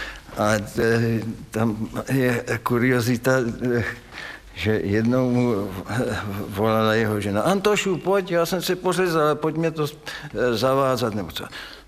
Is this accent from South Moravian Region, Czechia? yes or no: yes; Strážnice, South Moravian Region, Czechia; born there; also born or lived in Kyjov / Slavkov u Brna; now in Brno, Czechia; v Kyjově jsem se narodil ve Strážnici mládí, ve Slavkově gymnázium, kus a nakonec v Brně a tam jsou pořád a rád.